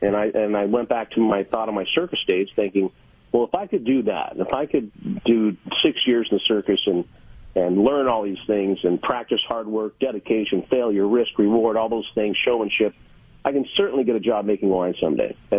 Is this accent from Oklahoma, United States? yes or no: no; Wenatchee, Washington, United States; in my hometown of Wenatchee, Washington, hometown salute, Apple Capital of the World